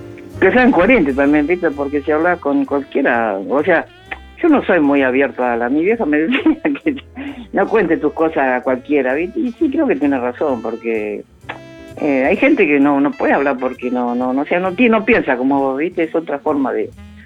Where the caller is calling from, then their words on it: Pilar, Buenos Aires Province, Argentina; acá de Pilar.